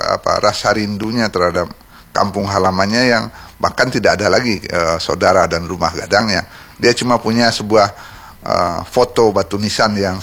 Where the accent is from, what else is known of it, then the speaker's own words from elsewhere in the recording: Pariaman, West Sumatra, Indonesia; Dia perantau Minang. Saya dari Pariaman.